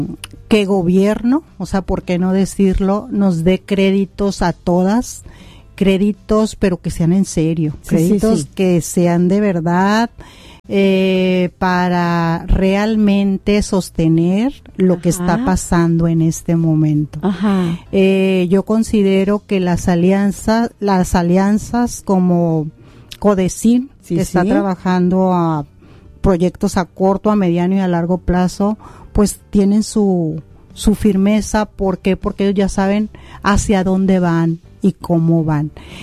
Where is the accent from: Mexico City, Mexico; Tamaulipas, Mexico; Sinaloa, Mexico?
Sinaloa, Mexico; Así somos los sinaloenses.